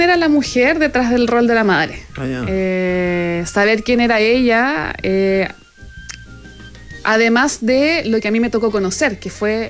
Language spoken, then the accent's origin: Spanish; Puerto Montt, Los Lagos, Chile; born there; also born or lived in Santiago; now in Valdivia, Chile; Puerto Montt, porque también tengo una historia personal de infancia en Puerto Montt. Valdivia, porque es mi ciudad natal hoy en día, donde vivo. Y Santiago, porque también tiene parte de mi historia.